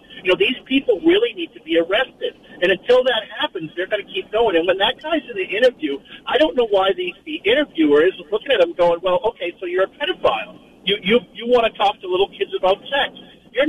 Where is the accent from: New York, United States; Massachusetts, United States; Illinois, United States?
Massachusetts, United States; Growing up in Massachusetts in an inner city project, I lived at D Street, eventually ended up in the Weymouth projects.